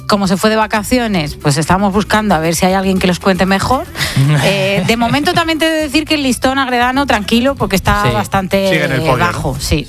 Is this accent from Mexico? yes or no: no; Aragon, Spain; Tomate rosa, yo voy a decir de Barbastro, porque para eso somos del Somontano.